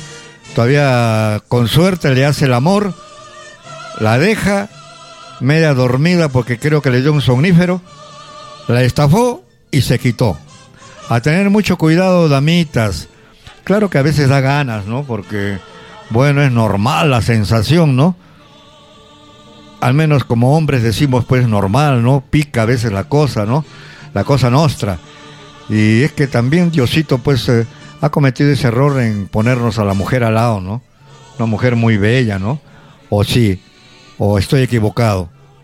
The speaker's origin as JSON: {"language": "Spanish", "country": "Peru", "said": "ya sabemos cómo somos los peruanos, pues, pendencieros."}